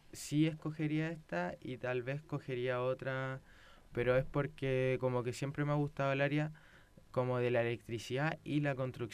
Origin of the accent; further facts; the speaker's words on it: Ñuble, Chile; yo vengo del sur, vengo de la región de Ñuble.